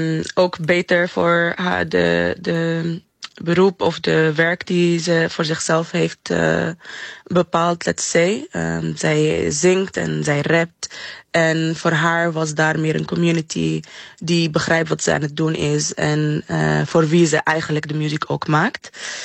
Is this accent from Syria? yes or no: yes; Syria; Dutch is a second language; now in Netherlands; Mijn thuisland was in 2024 en daar toen kon ik natuurlijk niet naar Syrië. En nu laatst ben ik op bezoek geweest